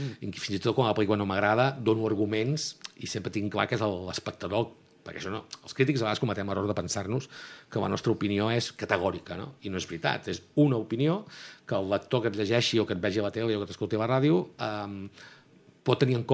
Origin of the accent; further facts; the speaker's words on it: Girona, Catalonia, Spain; una època que vaig viure de petit, en la ciutat meva, jo soc de Girona